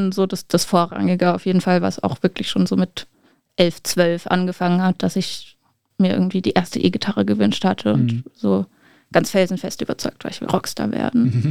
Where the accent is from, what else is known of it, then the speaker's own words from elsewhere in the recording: Freiburg, Baden-Württemberg, Germany; also born or lived in Berlin; now in Leipzig, Germany; ich bin im Schwarzwald aufgewachsen, auch nicht die ganze Zeit in Freiburg, auch bis ich 15 war, waren wir auf dem Dorf in der Nähe von Freiburg.